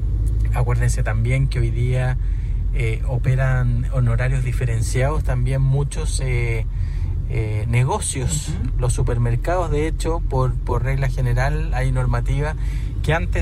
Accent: Chile; para lo que somos como chilenos

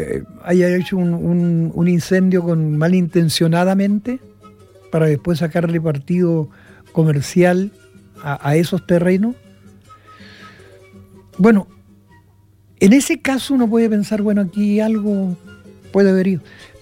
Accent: Atacama, Chile; moved away; also born or lived in Illapel, Coquimbo / Salamanca, Coquimbo; Yo vengo de la tercera región, vengo de la región de Atacama y dentro de la cuarta región también tengo mucha familia, que era la familia por parte de mi madre. Yo vivía en Yapel, vivía en Salamanca, vivía en Limagüida

